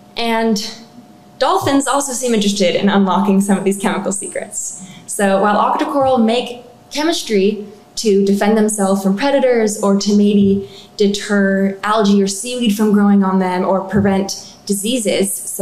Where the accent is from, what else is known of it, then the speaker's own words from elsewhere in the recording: San Diego, California, United States; I'm actually from San Diego and I grew up coming to this aquarium.